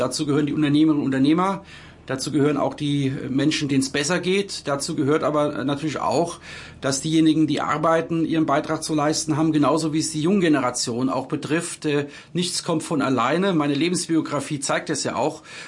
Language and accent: German; Worms, Rhineland-Palatinate, Germany; born or raised there